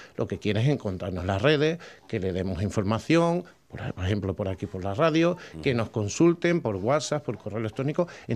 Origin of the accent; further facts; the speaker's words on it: Medina de las Torres, Extremadura, Spain; Yo he estado en Medina de las Torres, que es mi pueblo, un saludo para aquí.